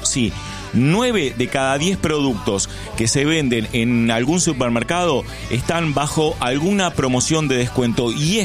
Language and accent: Spanish; Argentina